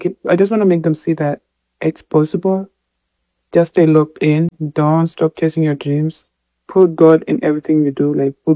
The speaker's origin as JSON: {"language": "English", "town": "Ushagro", "region": "Kakamega County", "country": "Kenya", "said": "I'm from Ushagro. Kakamega, Harambee, Mukwea."}